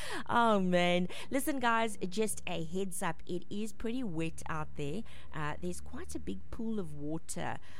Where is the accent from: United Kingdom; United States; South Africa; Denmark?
South Africa; Nelson Mandela Bay, Eastern Cape; Please forgive me. I come from Nelson Mandela Bay. That's why I keep saying it.